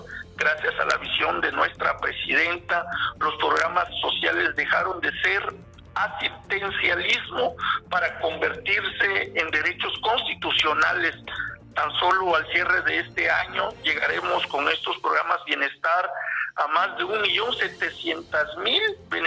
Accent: San Blas Atempa, Oaxaca, Mexico; en mi tierra natal, en la heroica vía de San Blas Atempa.

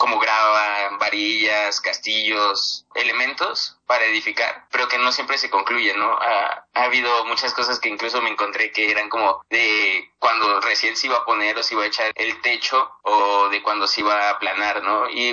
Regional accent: Tláhuac, Mexico City, Mexico; moved away as an adult; now in Taxco, Mexico; yo nací y crecí allá en Tláhuac. Y ya después de ahí me vine aquí a estudiar a la Facultad de Artes, pero no en Xochimilco, me vine a Taxco

